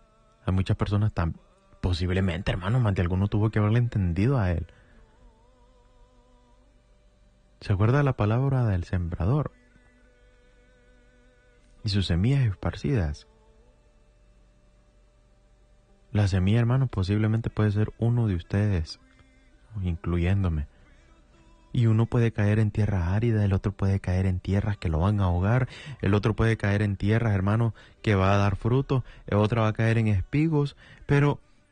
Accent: San Marcos de Colón, Choluteca, Honduras; also born or lived in United States; now in Tegucigalpa, Honduras; Bueno, soy de San Marcos de Colón. No es que era, soy de San Marcos de Colón.

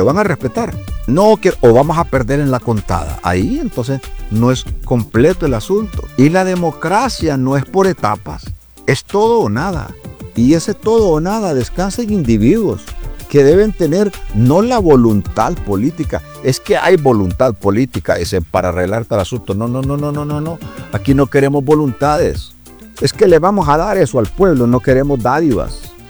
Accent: Honduras; lo que me tiene así en esta condición emocional como hondureño

